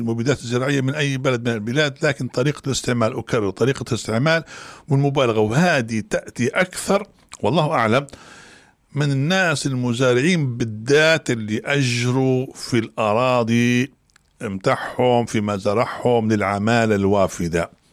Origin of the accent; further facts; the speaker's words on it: Libya; وأنتم نعرف وإحنا كنا كليبيين نعرفوا استنزاف الأرض